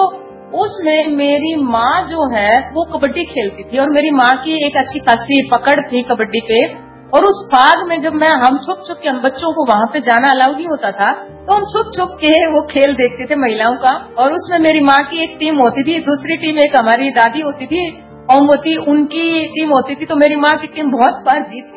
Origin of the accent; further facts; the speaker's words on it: Haryana, India; हमारे गांव में हरियाणा में फागुन का महीना आता है, देसी महीना